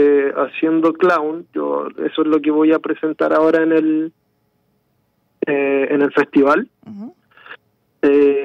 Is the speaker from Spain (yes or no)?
no; Chile; Bueno, como efectivamente dijeron, soy de Chile. Yo tengo 37 años